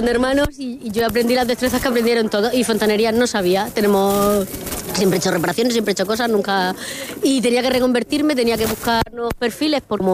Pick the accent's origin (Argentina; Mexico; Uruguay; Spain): Spain; Fuente Álamo, Region of Murcia; Me ha gustado siempre más la jardinería porque soy una familia de Fuente Álamo, de campo, y bueno, pues me ha gustado siempre más.